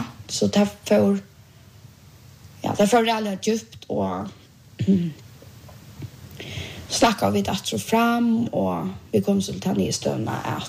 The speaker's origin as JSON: {"language": "Swedish", "country": "Bulgaria", "lives_now": "Sweden"}